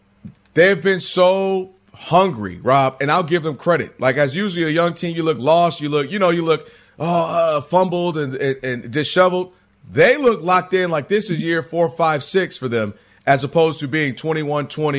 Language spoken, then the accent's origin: English; New York City, New York, United States; As you know, a former, you know, from being from New York, being a New Yorker, the Knicks are beloved.